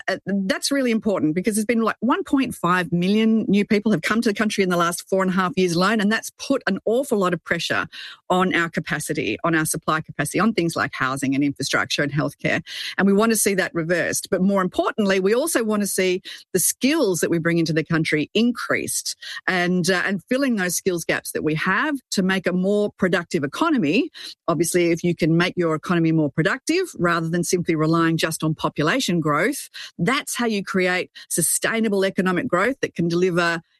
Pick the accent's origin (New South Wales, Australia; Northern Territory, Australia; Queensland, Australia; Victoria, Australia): Victoria, Australia; Melbourne; There's one of the universities in my hometown of Melbourne, Monash University.